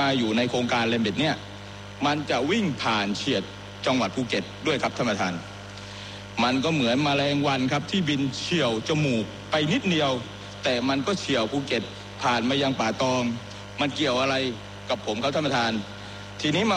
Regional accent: Phuket, Thailand; ในฐานะคนภูเก็ตในฐานะคนใต้

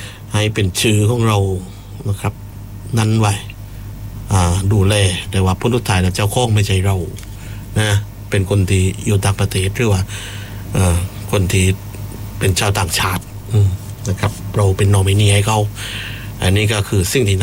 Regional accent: Phuket, Thailand; ในฐานะคนภูเก็ตคนนึงนะครับผมบรรพบุรุษผม200กว่าปีอยู่ที่ภูเก็ตเราเป็นคนภูเก็ตแต่กำเนิด

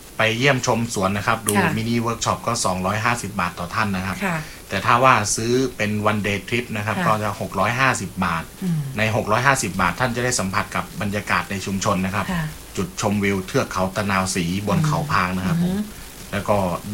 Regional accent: Roi Et, Thailand; เดิมคนร้อยเอ็ดครับผมคนอีสาน

